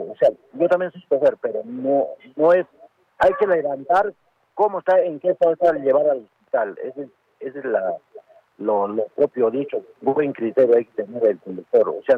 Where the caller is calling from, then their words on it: Santo Tomás, Cusco, Peru; Yo soy pueblo de Santo Tomás.